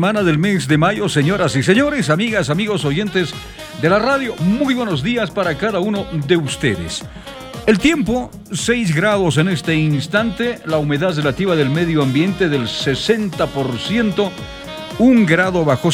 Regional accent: Bolivia; Como estamos en Bolivia, somos bolivianos y bolivianas

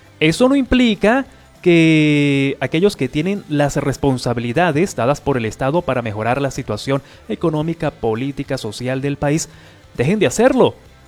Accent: Venezuela

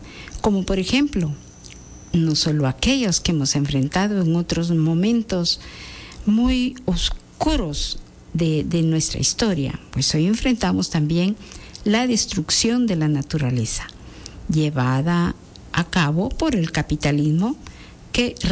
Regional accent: Guatemala; nosotros los guatemaltecos, los quichés, los cachiqueles, los mames

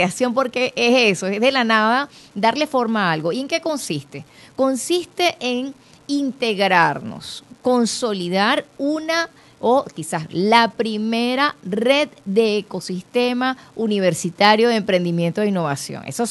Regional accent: Ciudad Bolívar, Bolívar, Venezuela; yo soy del estado Bolívar, soy, nací en Ciudad Bolívar

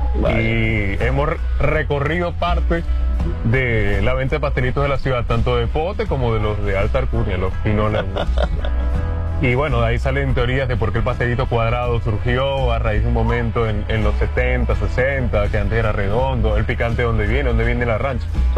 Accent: Maracaibo, Zulia, Venezuela; yo nací en Maracaibo, parroquia Cacique Mara, Clínica Sagrada Familia, para ser exacto. Un 15 de diciembre del 95, hace unos años.

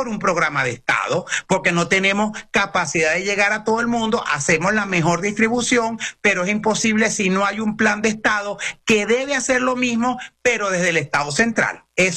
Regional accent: Venezuela

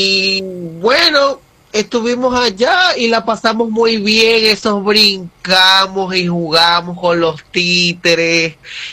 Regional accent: Maracaibo, Zulia, Venezuela; que los niños decían, ¿de dónde eres? ¿De dónde eres? Y yo, de Maracaibo, ¿y dónde es eso?

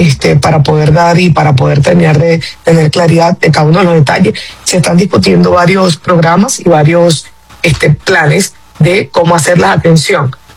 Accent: Zulia, Venezuela; bueno, yo particularmente, que soy del estado de Zulia, vivo constantemente los racionamientos

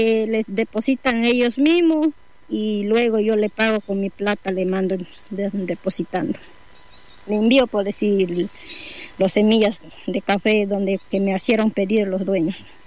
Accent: Lago Agrio, Sucumbíos, Ecuador; Yo soy quichua, soy del Lago Agrio.

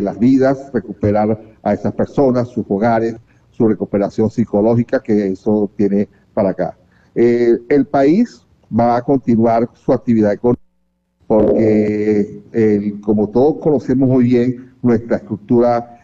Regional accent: Venezuela; los que pagamos todo eso somos nosotros los venezolanos.

